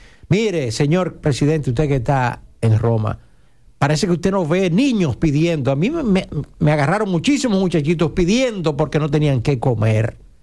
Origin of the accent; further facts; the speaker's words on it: Dominican Republic; yo voy a decir simplemente como dominicano